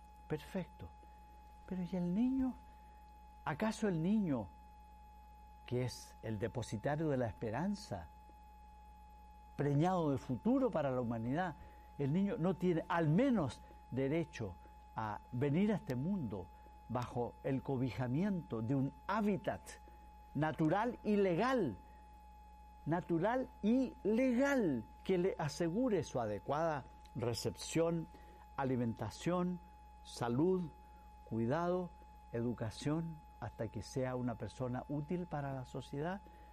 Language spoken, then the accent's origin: Spanish; Chile; En mi país, Chile